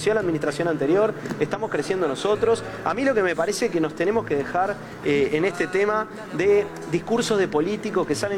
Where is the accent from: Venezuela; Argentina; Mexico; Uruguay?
Uruguay; el resultado que todos queremos como uruguayos